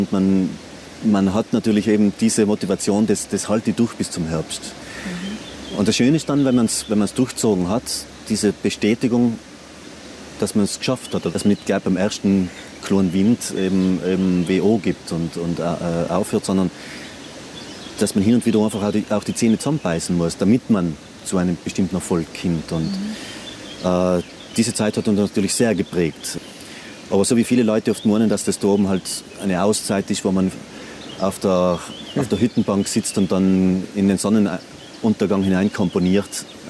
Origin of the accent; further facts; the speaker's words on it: Trentino-Alto Adige, Italy; die waren auch größeren Almen entweder in der Schweiz oder bei uns in Südtirol